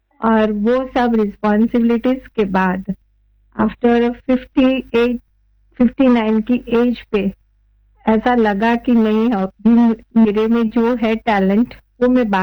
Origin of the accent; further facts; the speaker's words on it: Gujarat, India; मैं गुजराती हूँ, गरबा बहुत अच्छा सा खेलती हूँ